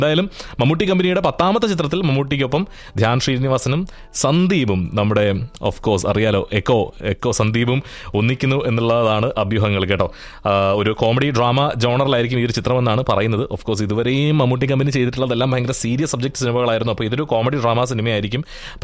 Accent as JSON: {"language": "Malayalam", "region": "Kerala", "country": "India"}